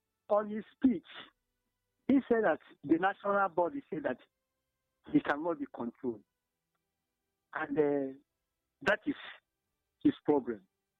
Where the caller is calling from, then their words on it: Enugu, Enugu State, Nigeria; I'm calling from Enugu.